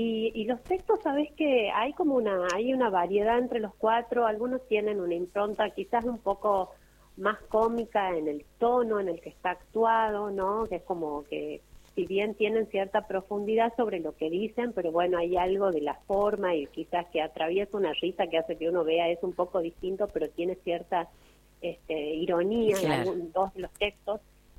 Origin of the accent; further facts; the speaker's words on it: San Miguel de Tucumán, Tucumán, Argentina; Somos tucumanas, somos de la capital de Tucumán, somos actrices, hace varios años que hacemos teatro acá